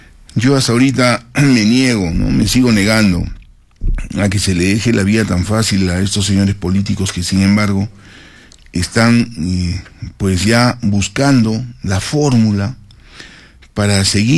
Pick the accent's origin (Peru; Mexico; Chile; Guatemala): Peru; Arequipa; como cualquier arequipeño mortal, como nosotros, digamos, los taxistas